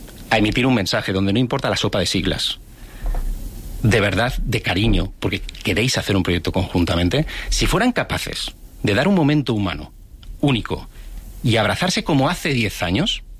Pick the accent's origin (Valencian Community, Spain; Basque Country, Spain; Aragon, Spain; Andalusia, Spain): Basque Country, Spain; San Sebastián; now in Madrid, Spain